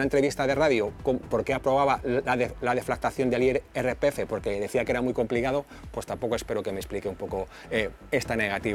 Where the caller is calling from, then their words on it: Community of Madrid, Spain; como ciudadano y como madrileño